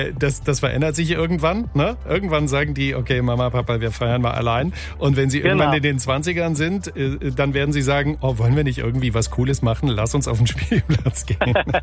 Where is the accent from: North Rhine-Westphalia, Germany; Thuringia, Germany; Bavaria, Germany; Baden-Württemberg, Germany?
Thuringia, Germany; Apolda; Ich bin in der Glockenstadt Apolda in Thüringen groß geworden.